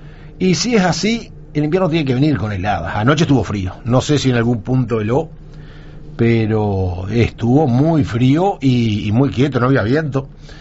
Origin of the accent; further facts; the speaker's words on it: Soca, Canelones, Uruguay; en la carnicería de mi pueblo, en una de las carnicerías de Soca hay